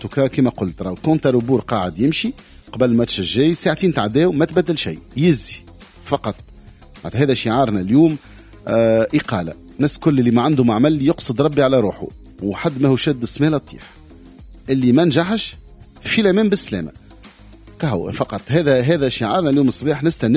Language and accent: Arabic; Tunisia; أنا تونسي راني كيفكم،